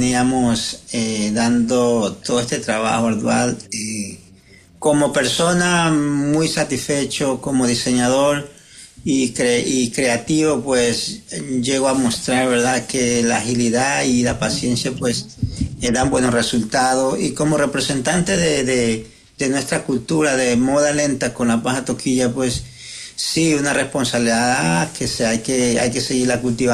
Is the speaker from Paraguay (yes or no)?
no; Ecuador; como ciudadanos ecuatorianos, como embajadores de nuestro país